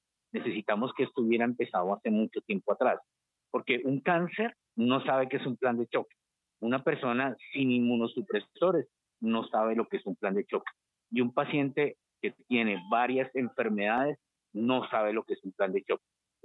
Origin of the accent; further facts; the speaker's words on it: Colombia; a nosotros como colombianos y como usuarios